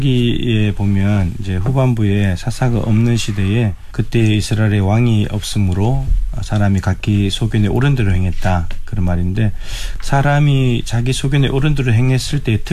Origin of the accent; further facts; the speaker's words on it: Suncheon, South Jeolla, South Korea; 저는 전라남도 순천에서 왔고요.